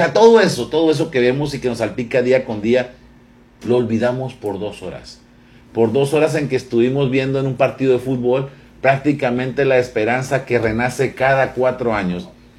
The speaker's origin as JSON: {"language": "Spanish", "country": "Mexico", "said": "Como somos mexicanos, la festividad, el festejo, etcétera"}